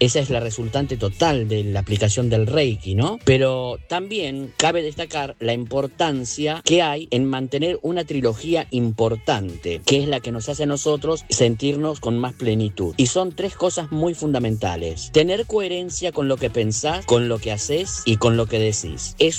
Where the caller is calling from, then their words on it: José C. Paz, Buenos Aires Province, Argentina; de José C. Paz.